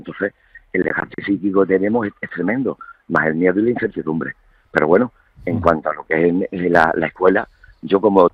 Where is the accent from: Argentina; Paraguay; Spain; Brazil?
Spain; Ceuta; Yo he vivido en Madrid, estudié en Granada, estudié en la Universidad Católica de Lovaina, en Bélgica. Yo me formé como cualquier chaval de Ceuta que va a su estudio universitario, pero decidí examinarme aquí para ser funcionario aquí y estar en mi vida, en mi casa.